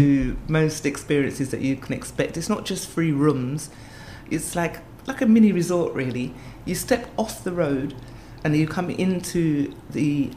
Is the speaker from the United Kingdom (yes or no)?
yes; England, United Kingdom; moved away; I'm from England